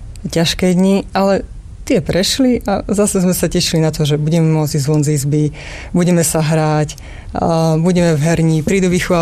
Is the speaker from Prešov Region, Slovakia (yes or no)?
yes; Prešov, Prešov Region, Slovakia